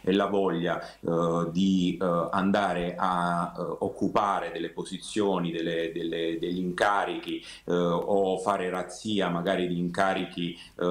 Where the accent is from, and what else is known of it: Taranto, Apulia, Italy